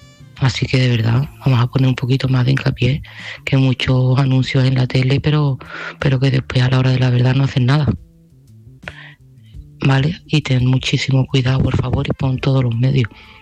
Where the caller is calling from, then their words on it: Seville, Andalusia, Spain; de Sevilla y este mensaje va para Ángeles.